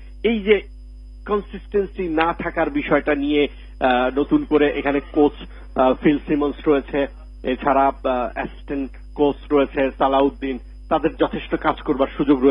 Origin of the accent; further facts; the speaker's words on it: Bangladesh; বাংলাদেশের যারা সমর্থক রয়েছেন, যারা আমরা বাংলাদেশি রয়েছি